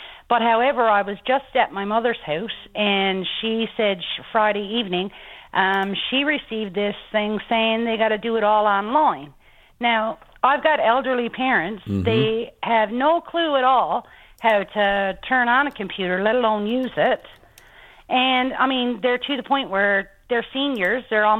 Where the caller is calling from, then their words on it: Deer Lake, Newfoundland and Labrador, Canada; I'm in Deer Lake.